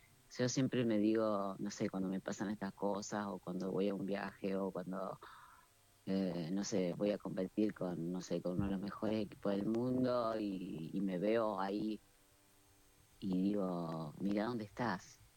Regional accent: Argentina; nosotros somos argentos, pero como nadie.

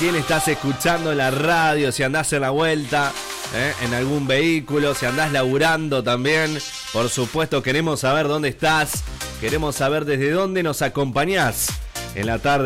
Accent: Uruguay

